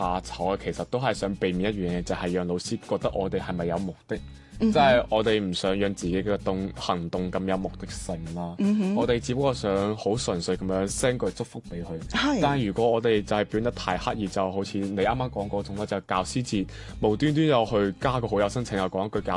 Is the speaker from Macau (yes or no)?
yes; Macau; born there; moved away; 跟住我有時翻澳門，我都會特登行翻我嗰、那個我母校，我高中嗰度